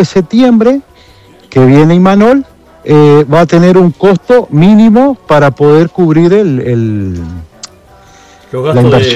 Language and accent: Spanish; Paysandú, Uruguay; moved away; Yo vengo de Paysandú, me mudé el año pasado y me sumé a esta barra preciosa que estamos arrancando.